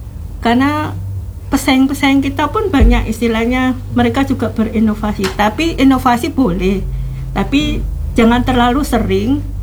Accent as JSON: {"language": "Indonesian", "region": "Java", "country": "Indonesia", "said": "saya orang Jawa nih"}